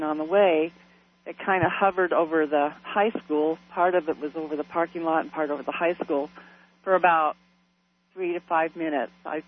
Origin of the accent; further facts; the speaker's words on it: Roy, Utah, United States; I am from Roy, Utah.